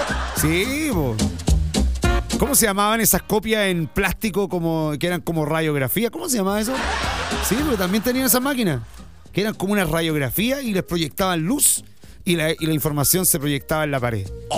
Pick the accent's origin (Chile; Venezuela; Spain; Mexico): Chile; Crecí en Población Van. Soy de Población